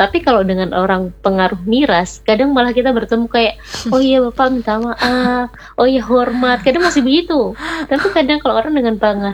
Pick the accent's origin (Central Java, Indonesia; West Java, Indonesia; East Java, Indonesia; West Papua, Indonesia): West Papua, Indonesia; Manokwari; moved away; saya orang Manokwari ya kayak kemarin balik ke Manokwari